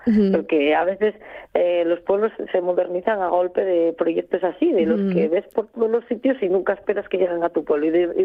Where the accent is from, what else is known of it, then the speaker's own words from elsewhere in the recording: Boal, Asturias, Spain; para los que somos de Boal